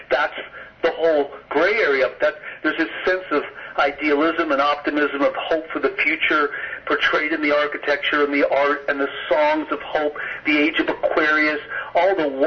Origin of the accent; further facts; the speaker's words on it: Los Angeles, California, United States; I haven't seen another story about growing up in West L.A. in the 1970s that relies on the music and the culture